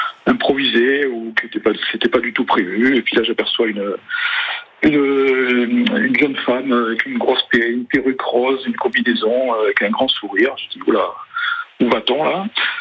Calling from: France; C'est ça, j'appelle de Poyestre.

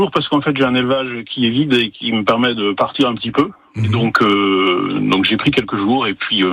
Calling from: Brittany, France; Eh bien je vous appelle d'Alinoc, dans les Côtes d'Armor.

